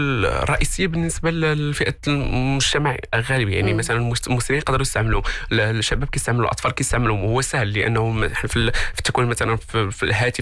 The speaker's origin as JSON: {"language": "Arabic", "country": "Morocco", "said": "وحنا كشعب مغربي واحد الثقافه ديال اننا نستعملوا هذوك الوسائل الرقميه"}